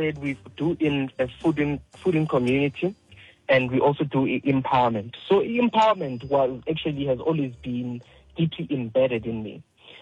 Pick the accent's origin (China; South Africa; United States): South Africa; as South African creators and influencers and celebrities